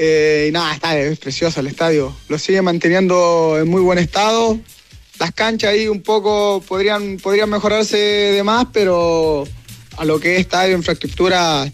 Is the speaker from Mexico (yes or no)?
no; Chile; now in South Africa; Y esperamos lo que venga, es que esperar nomás y a darle, como todo chileno, siempre para adelante.